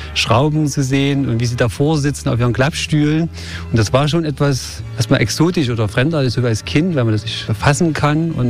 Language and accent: German; Glauchau, Saxony, Germany; born there; Ich bin hier in Klauchau geboren, ist etwa 20 Kilometer von Chemnitz entfernt.